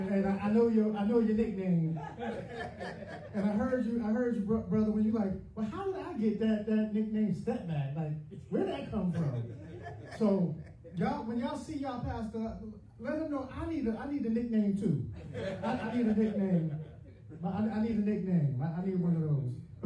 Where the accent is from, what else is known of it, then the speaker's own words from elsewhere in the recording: Long Island, New York, United States; accent: Long Island; I was in the military, but I'm from Long Island, New York. So sometimes I might speak a little bit quick, and I might say some words that you're like, what did he say?